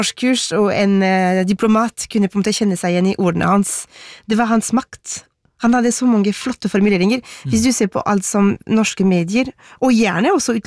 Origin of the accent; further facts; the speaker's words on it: Paris, Île-de-France, France; Norwegian is a second language; now in Norway; da jeg vokste opp i Paris, hvor jeg ble forklart at vi franskmenn 300 år siden, vi drepte kongen vår, vi.